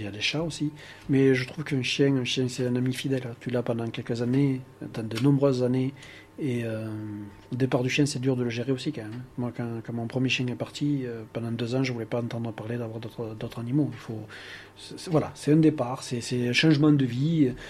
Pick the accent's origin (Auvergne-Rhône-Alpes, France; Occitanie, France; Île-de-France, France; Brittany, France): Occitanie, France; moved away as an adult; moi j'ai grandi en Aveyron.